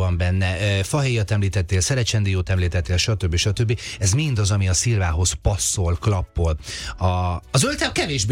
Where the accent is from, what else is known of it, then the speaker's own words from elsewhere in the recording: Debrecen, Hajdú-Bihar, Hungary; Én Debrecenből jövök, és annak idején a 80-as évek közepe vége maga augusztus végén én már bőven másztam a szilvafára